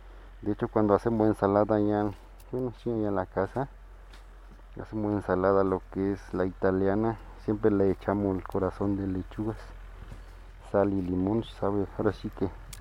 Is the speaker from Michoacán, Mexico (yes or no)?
no; Hidalgo, Mexico; moved away; Soy estado de Hidalgo. Allá nos dedicábamos lo que es la... lo que es el maíz, el frijol y también café.